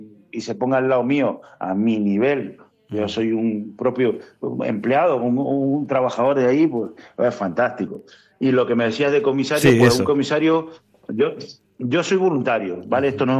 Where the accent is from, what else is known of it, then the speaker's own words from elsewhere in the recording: Guaymallén, Mendoza, Argentina; now in Spain; Pues, y tú imagínate, un mendocino de Güemayén de toda la vida.